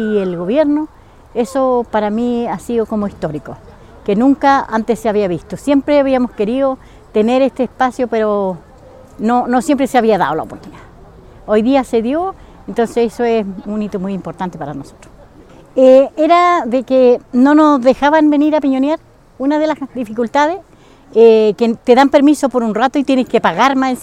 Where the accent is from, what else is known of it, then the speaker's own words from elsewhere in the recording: Reigolil, Araucanía, Chile; soy de Reigolil